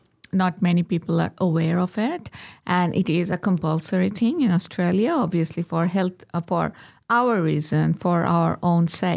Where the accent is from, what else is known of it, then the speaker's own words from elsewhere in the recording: Bangladesh; moved away; Oh, yeah, of course. I came from Bangladesh.